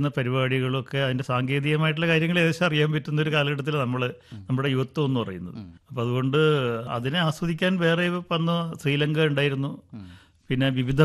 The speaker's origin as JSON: {"language": "Malayalam", "town": "Kochi", "region": "Kerala", "country": "India", "tie": "born or raised there", "said": "ഞാൻ പഠിച്ചതും വളർന്നതും ഒക്കെ എറണാകുളമാണ് എൻ്റെ നഗരം. എറണാകുളത്ത് മരസ് കോളേജിലാണ് പഠിച്ചത്."}